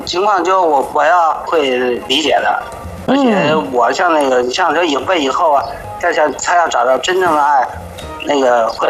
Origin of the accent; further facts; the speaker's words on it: Beijing, China; 我是老北京人。